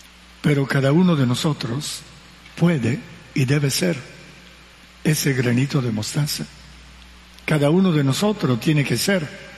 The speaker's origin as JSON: {"language": "Spanish", "region": "Petén", "country": "Guatemala", "said": "en nuestro petén, en nuestra comunidad parroquial"}